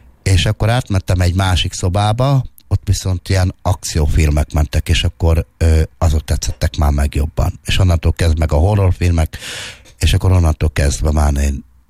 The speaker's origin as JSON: {"language": "Hungarian", "town": "Baktalórántháza", "region": "Szabolcs-Szatmár-Bereg", "country": "Hungary", "said": "Baktalarendháza."}